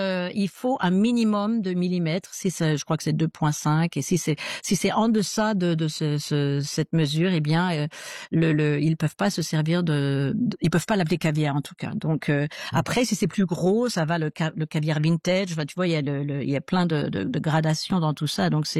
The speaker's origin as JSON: {"language": "French", "country": "France", "moved": "yes", "lives_now": "Adelaide, Australia", "said": "nous on est français"}